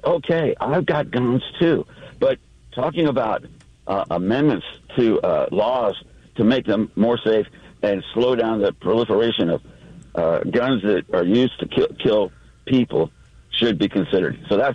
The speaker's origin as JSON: {"language": "English", "region": "Kansas", "country": "United States", "tie": "born or raised there", "moved": "yes", "said": "I just got back from my home state."}